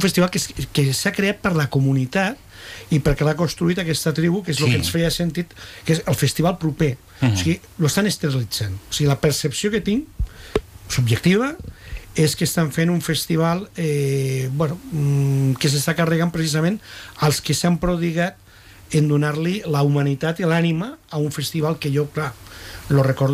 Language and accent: Catalan; Sitges, Catalonia, Spain; jo soc fill de Sitges.